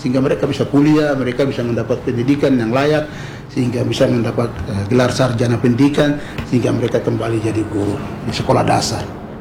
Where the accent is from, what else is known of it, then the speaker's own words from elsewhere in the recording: Papua, Indonesia; khusus untuk kami orang Papua Indigo